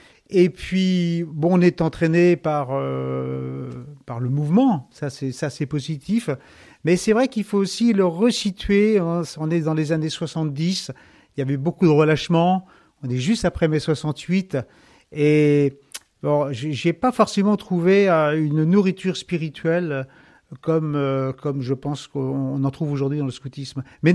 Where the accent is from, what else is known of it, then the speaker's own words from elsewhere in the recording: Lamballe, Brittany, France; born there; moi je suis né en 1962 à Lamballe, dans les Côtes d'Armor. Et ma famille était chrétienne, nous allions à la messe tous les dimanches